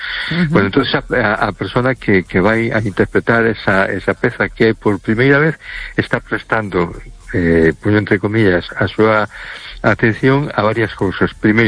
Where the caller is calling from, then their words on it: A Coruña, Galicia, Spain; Hola, boa noite … de Coruña, que tal estamos?